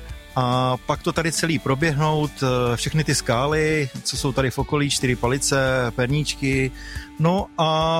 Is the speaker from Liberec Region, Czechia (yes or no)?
no; Havlíčkův Brod, Vysočina Region, Czechia; born there; A přijeli jsme z Havlíčkova Brodu.